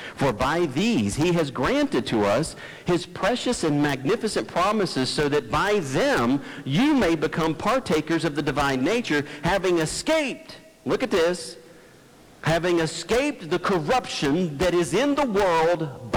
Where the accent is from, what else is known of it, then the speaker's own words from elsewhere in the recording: United States; I'm American.